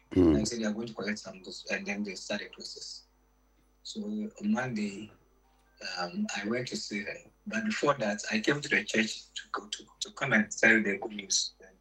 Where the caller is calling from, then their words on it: Kumasi, Ashanti, Ghana; I'm calling from Kumasi.